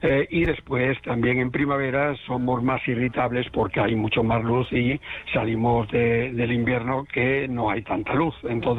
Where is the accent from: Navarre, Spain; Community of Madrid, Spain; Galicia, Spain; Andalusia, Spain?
Galicia, Spain; Como buen gallego voy allí.